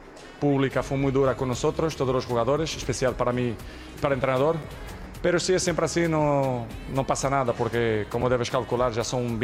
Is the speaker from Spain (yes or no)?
yes; Spain; Soy español, sí.